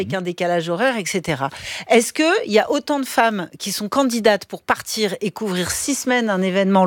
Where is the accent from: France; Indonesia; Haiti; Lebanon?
France; c'est quand même très rare qu'on l'ait chez nous en France